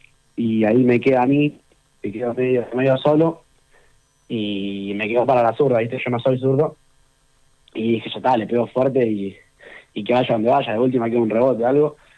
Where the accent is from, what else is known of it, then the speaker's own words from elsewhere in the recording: Argentina; es lo que se transmiten de chico en Argentina.